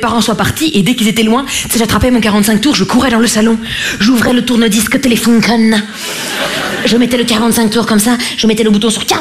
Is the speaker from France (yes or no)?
yes; Grand Est, France; accent: Vosges